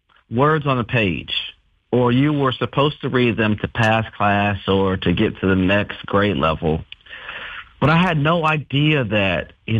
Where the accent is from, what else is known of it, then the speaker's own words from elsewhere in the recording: Valdosta, Georgia, United States; Yeah, I grew up in Valdosta, Georgia, a small town in South Georgia.